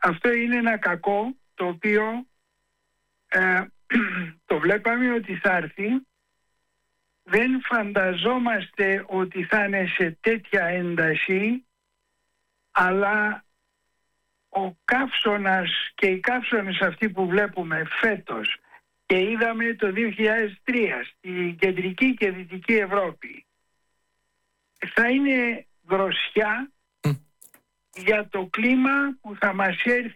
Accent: Egypt; στην πατρίδα μου την Αίγυπτο

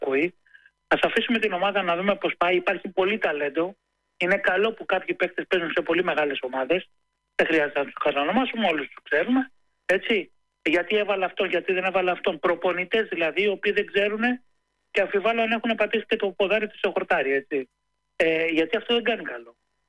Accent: Egaleo, Attica, Greece; now in Mandra, Greece; Τιμώ την καταγωγή μου τυχείο. Μεγάλωσα στο Εγάλαιο και μένω στη Μάνδρα, έτσι.

